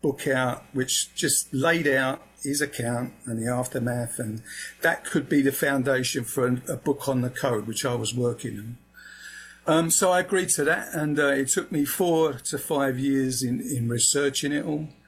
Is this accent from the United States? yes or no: no; London, United Kingdom; No, I was brought up in Peckham, London, southeast London, so that's my acce